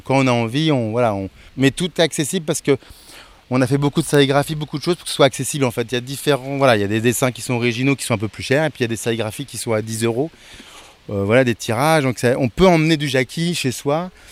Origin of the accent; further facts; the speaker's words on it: Paris, Île-de-France, France; Et moi je venais de Paris, donc il y avait beaucoup à Paris, c'était facile.